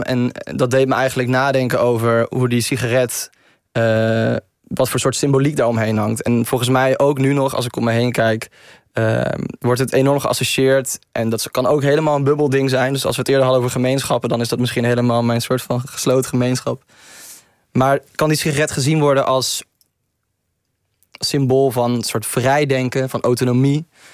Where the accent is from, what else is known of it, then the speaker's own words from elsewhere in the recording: Tilburg, North Brabant, Netherlands; born there; als geboren Tilburger